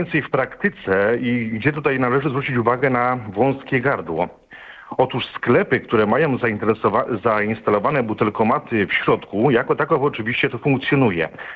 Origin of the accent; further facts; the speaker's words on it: Łódź, Łódź Voivodeship, Poland; Tak, jestem z Łodzi, jestem użytkownikiem